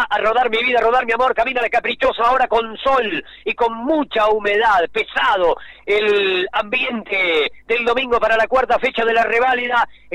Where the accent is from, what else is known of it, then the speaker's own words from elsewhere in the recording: Banfield, Buenos Aires Province, Argentina; Yo soy de Banfield, estoy acá, pero soy de Banfield.